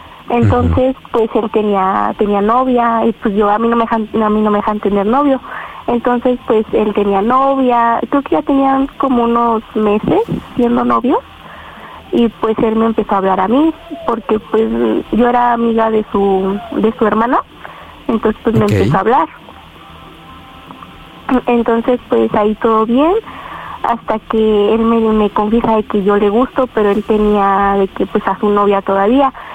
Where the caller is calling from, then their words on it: State of Mexico, Mexico; Tengo 13 años y soy del Estado de México.